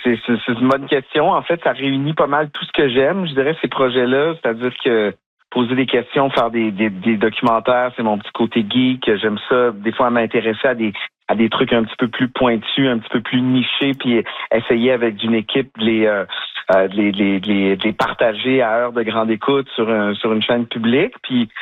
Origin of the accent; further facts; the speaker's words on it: Quebec City, Quebec, Canada; je viens de Québec